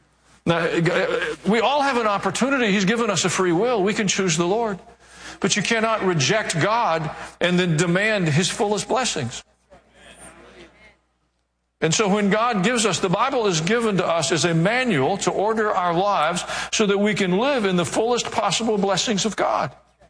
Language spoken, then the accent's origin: English; Kansas City, Missouri, United States; born there; I was born in Kansas City, Missouri.